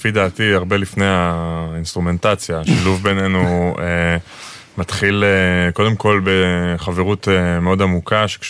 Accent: Zikhron Ya'akov, Haifa District, Israel; also born or lived in New York; אני בכלל גדלתי בזיכרון ואון בתל אביב

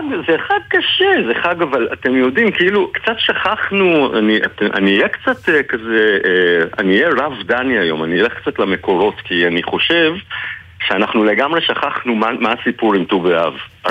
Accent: Jerusalem, Jerusalem District, Israel; ואני גדלתי בירושלים

